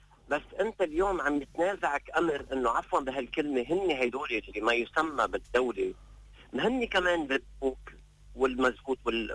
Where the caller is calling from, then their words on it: Beirut, Beirut Governorate, Lebanon; معك من بيروت